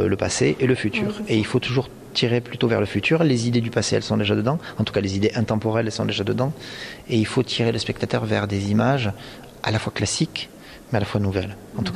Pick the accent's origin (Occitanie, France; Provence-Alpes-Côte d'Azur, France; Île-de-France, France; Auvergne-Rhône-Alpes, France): Occitanie, France; Je suis un enfant du pays et c'est vrai que je ne boude pas de mon plaisir quand je reçois une commande d'ici.